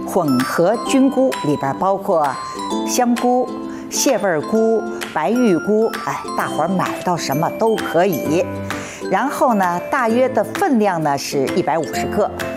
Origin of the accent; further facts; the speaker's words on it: Shanghai, China; 我是上海人，阿拉上海人不大吃大蒜的一个